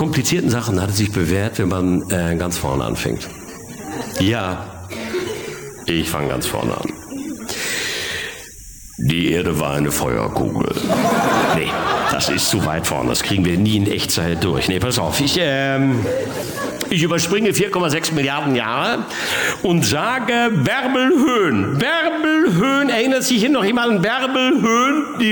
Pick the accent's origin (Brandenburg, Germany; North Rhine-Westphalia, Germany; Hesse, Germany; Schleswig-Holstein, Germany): North Rhine-Westphalia, Germany; Bochum; born or raised there